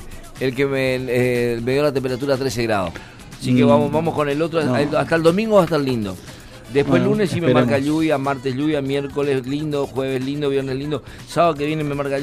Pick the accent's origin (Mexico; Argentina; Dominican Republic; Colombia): Argentina; somos argentinos